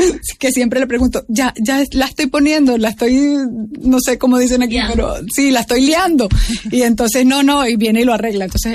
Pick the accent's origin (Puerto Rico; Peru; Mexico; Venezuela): Venezuela; now in Spain; yo soy venezolana